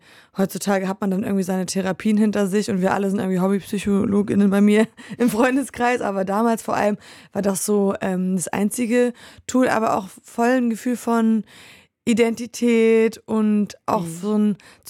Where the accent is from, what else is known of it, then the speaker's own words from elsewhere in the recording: Poland; moved away; Also ich bin vor allem in Polen groß geworden